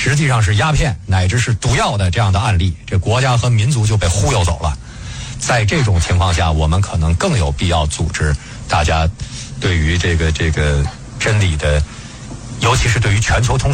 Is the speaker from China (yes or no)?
yes; China; 我们中国人